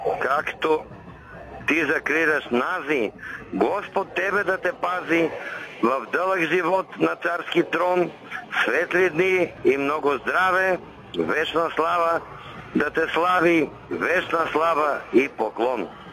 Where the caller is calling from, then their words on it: Valchedram, Montana Province, Bulgaria; от Вълчедръв съм.